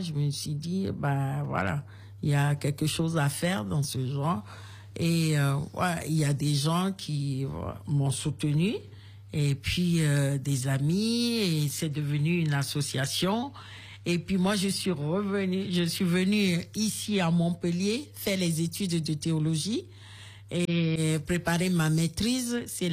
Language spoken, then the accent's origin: French; Kpalimé, Plateaux, Togo; Je suis originaire de Palimé.